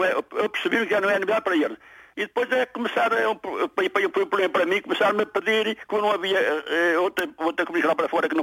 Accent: Vila das Aves, Porto, Portugal; born there; also born or lived in Lisbon; now in Maia, Portugal; Eu sou natural da Vila das Aves, Santo Tirso.

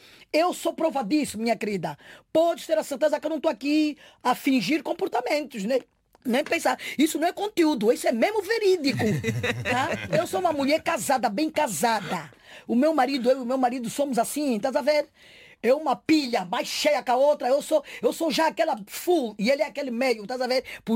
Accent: Angola; now in Portugal; Eu quando viesse aqui para Portugal, me diziam, você é de Guiné? Eu dizia, não, eu não sou de Guiné, eu sou de Angola.

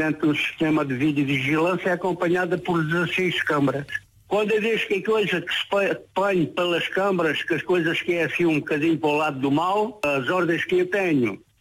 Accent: Faro, Algarve, Portugal; also born or lived in Saboia; Eu não sou de Lolé, eu sou alentejano.

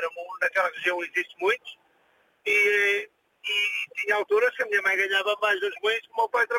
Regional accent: Lousada, Porto, Portugal; eu, na minha zona, onde eu sou natural do Conselho de Lousada, ali de uma freguesia do Lousada e Santo Lara de Barrosas, somos conhecidos pelo meu pai

